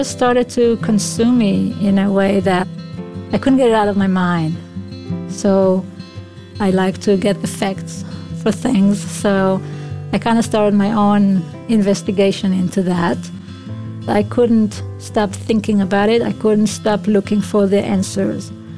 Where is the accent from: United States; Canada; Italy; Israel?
Israel; my perspective, I guess, growing up in Israel.